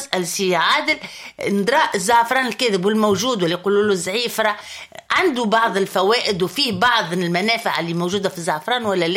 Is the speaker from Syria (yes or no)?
no; Tunisia; والنوع اللي عندنا في تونس